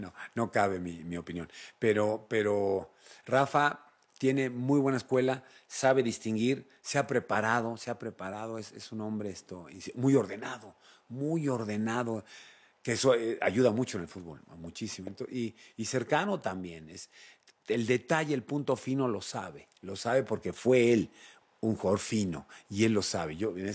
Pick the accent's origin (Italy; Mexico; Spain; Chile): Mexico; siendo mexicanos, estando cuatro fuera